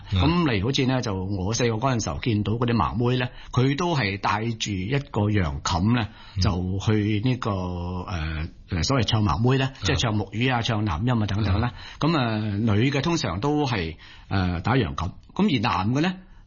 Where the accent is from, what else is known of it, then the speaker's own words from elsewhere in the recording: Guangdong, China; 我哋廣東人